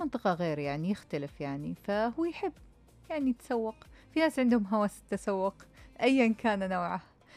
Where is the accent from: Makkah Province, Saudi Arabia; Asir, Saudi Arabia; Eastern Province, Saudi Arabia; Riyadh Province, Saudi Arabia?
Eastern Province, Saudi Arabia; اللي هنا مثلا عندنا في الشرقية